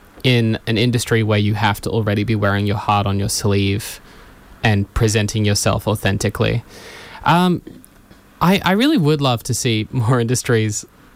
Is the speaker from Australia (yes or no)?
yes; Ipswich, Queensland, Australia; now in Brisbane, Australia; in and around Meanjin and back in my hometown of Ipswich and Tolna